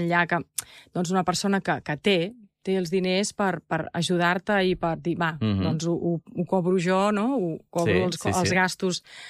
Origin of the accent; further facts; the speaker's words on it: Barcelona, Catalonia, Spain; also born or lived in New York; quan vaig viure a Nova York, que tothom em preguntava, no, d'on ets? Oh, from Barcelona!